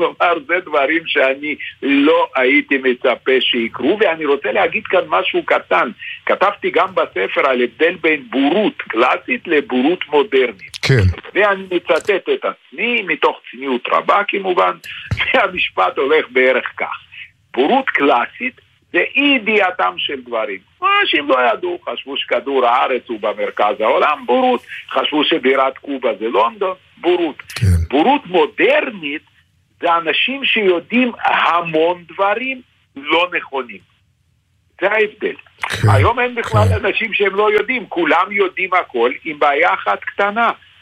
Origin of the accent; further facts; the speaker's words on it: Lithuania; Hebrew is a second language; now in Israel; אני לפעמים מתאמן בעברית יפה כרוסי לשעבר. ליטאי.